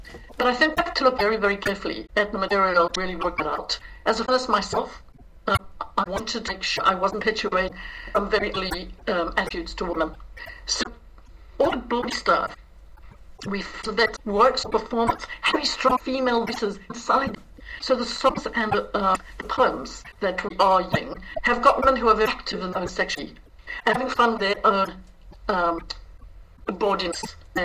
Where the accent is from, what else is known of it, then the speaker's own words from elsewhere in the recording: Dublin, Leinster, Ireland; I'm also. I'm Southern Irish.